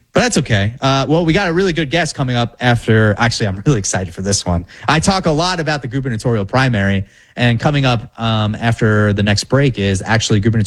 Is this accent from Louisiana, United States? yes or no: no; New York, United States; now in Florida, United States; Both me and Derek are originally from New York. I grew up in New York, moved down to Florida about 10 years ago.